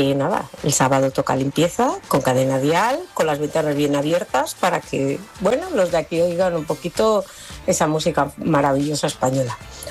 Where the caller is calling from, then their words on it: Vianden, Luxembourg; os oigo desde Vian de Luxemburgo.